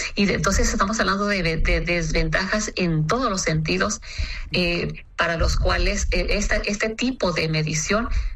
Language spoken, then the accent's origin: Spanish; Mexico; Nosotros hemos tenido la oportunidad como mexicanos